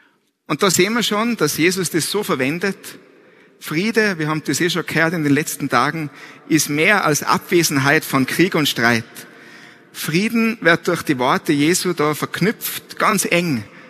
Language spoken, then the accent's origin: German; Tyrol, Austria; Ja, ich hoffe, Sie verstehen mich, weil ich bin aus Tirol. Man hört es wahrscheinlich.